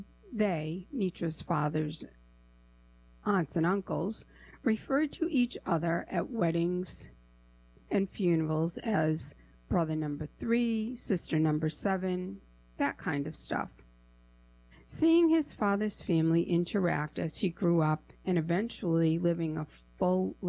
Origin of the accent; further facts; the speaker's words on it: Chicopee, Massachusetts, United States; I grew up in Chicopee, and I still live 8 miles away.